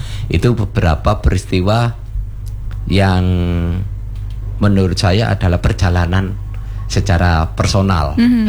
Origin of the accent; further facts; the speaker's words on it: Malang, East Java, Indonesia; born there; Saya hidup, saya lahir, hidup, saya dapat mendapat rezeki banyak juga. Itu di kota saya.